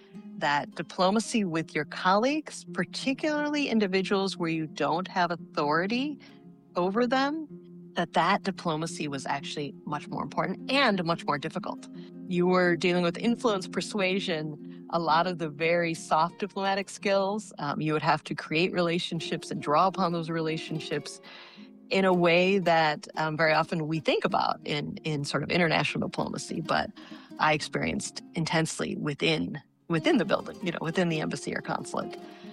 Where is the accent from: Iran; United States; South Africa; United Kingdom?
United States; Midwest; Growing up in the Midwest, not very exciting, surrounded by cornfields, not very cosmopolitan.